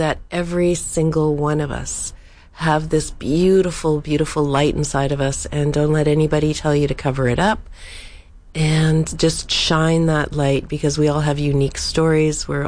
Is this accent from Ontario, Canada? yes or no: no; Calgary, Alberta, Canada; my growing up in Calgary, being in the city, being my family is Cree. My mom comes from Maple Creek, Saskatchewan. She moved to Calgary in the 60s. So I kind of grew up a lone wolf